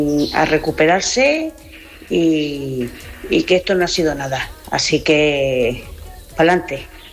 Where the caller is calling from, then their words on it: Miajadas, Extremadura, Spain; Soy … de Miajadas